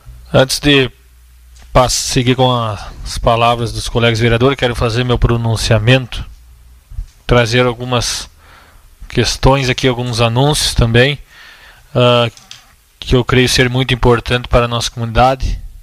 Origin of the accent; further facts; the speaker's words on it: Fontoura Xavier, Rio Grande do Sul, Brazil; lá na Vila Cis, da minha comunidade, onde eu nasci, onde eu me criei, onde eu cresci, onde eu vivi por muitos anos, mais conhecido como Sovaco da Cobra